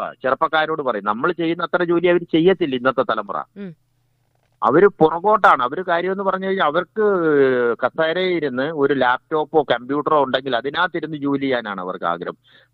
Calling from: Thevalakkara, Kerala, India; ഞാൻ തേവലക്കര കോളേജിൽ നിന്ന് വിളിക്കുന്നത്

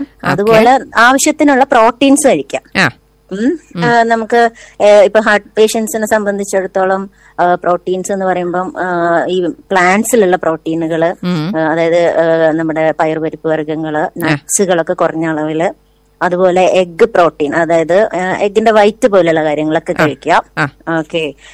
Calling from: Kondotty, Kerala, India

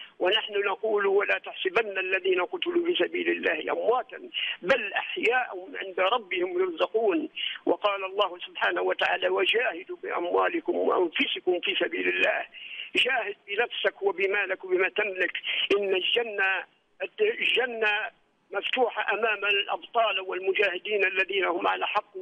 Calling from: Libya; ربي يصلح بلادنا ليبيا

